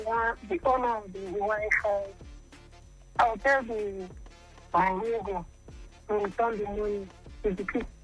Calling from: Madagascar; I'm calling from Madagascar.

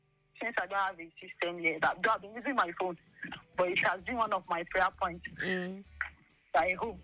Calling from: Port Harcourt, Rivers, Nigeria; Calling from Chuba, Port Harcourt.

